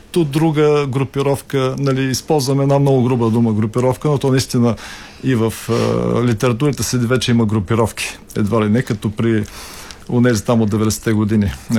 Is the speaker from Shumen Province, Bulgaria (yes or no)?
no; Dimitrovgrad, Haskovo Province, Bulgaria; в родния ми град, наградата Пеньо Пенев